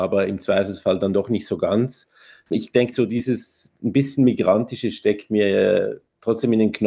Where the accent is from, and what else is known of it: Switzerland; born there